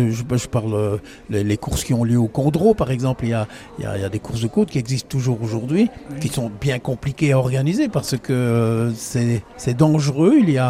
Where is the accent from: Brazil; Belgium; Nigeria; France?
Belgium; nous sommes belges